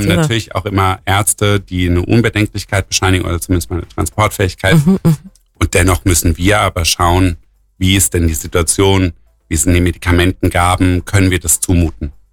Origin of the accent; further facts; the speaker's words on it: Germany; moved away as an adult; now in Allgäu, Germany; wie man hört, bin ich auch nicht hier aus der Region, sondern ich komme aus dem Metropolregion Rhein-Neckar, wie es so schön heißt.